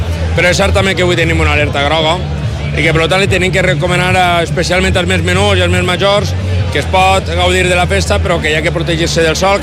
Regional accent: Alicante, Valencian Community, Spain; jo sóc nascut a Alacant, els meus pares vivien al barri Virgen del Remedio, un barri modest d'Alacant, i jo els primers anys de la infància els vaig tindre així, damunt.

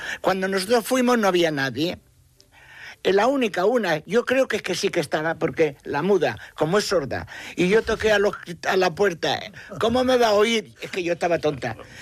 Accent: Fuenlabrada, Castilla-La Mancha, Spain; born there; imagínate, yo nací en Fuenlabrada de la provincia de Albacete.

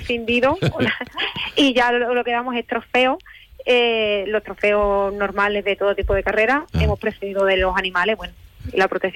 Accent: Espera, Andalusia, Spain; no es porque yo sea de aquí y tenga que vender mi pueblo, pero os aseguro que os va a encantar.

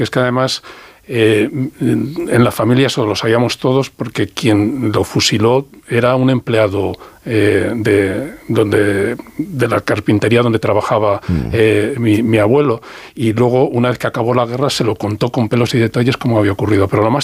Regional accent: Madrid, Community of Madrid, Spain; born there; se vinieron al día siguiente de casarse a Madrid, al barrio de Usera, que es donde yo nací, muy orgulloso de nacer allí en Usera.

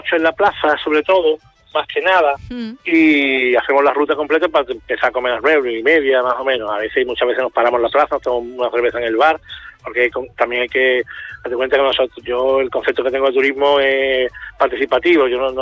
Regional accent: San Fernando, Andalusia, Spain; moved away; Yo soy de San Fernando, de Cádiz, entonces el punto marítimo, el guiño a Cádiz siempre lo traigo

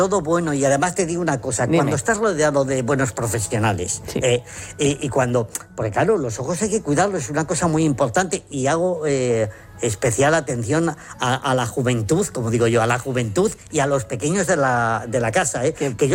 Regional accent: Zamora, Castile and León, Spain; como soy de Zamora y soy muy chulo

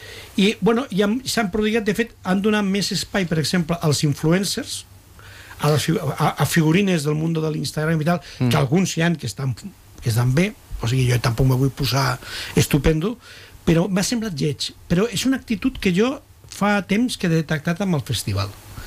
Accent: Sitges, Catalonia, Spain; jo soc fill de Sitges.

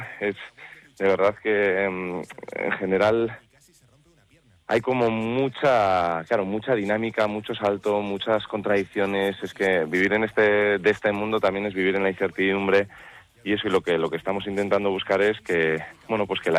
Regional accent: Vitoria-Gasteiz, Basque Country, Spain; born there; Yo soy nacido aquí en Gasteiz, y pues igual en invierno estoy más en Gasteiz, en verano más en Yécora.

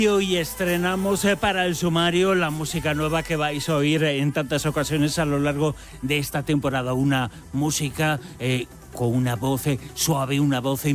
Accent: Galicia, Spain; Es que soy gallego.

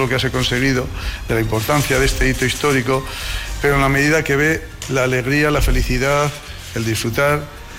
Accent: Haro, La Rioja, Spain; moved away; en las fiestas de mi pueblo, de Haro, de mi ciudad, pero soy una persona que se siente creída en toda La Rioja.

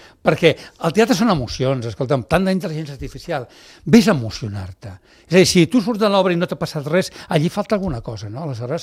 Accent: Reus, Catalonia, Spain; jo sóc de Reus

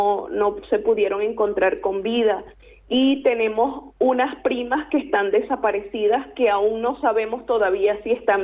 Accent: Venezuela; Bueno, nosotros como venezolanos hoy estamos totalmente consternados, devastados, con el corazón totalmente roto, destruido, porque allá está toda nuestra familia.

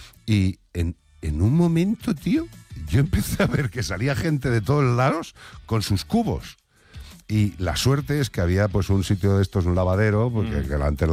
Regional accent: Spain; soy español, todo

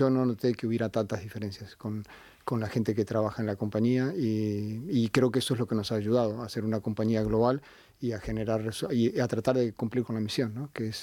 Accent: Argentina; also born or lived in Brazil / China; Como argentino, viví 5 años en Brasil.

